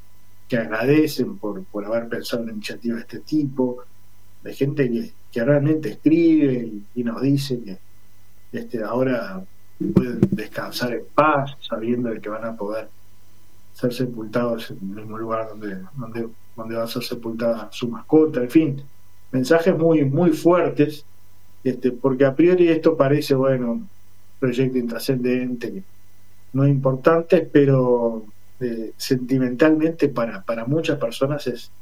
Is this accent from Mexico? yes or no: no; Uruguay; soy, como tantos uruguayos, una persona muy, muy, muy bichera.